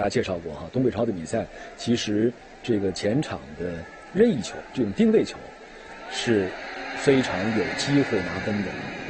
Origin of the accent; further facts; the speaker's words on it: Shenyang, Liaoning, China; 延边队的主裁判主教练是我们沈阳人张鹏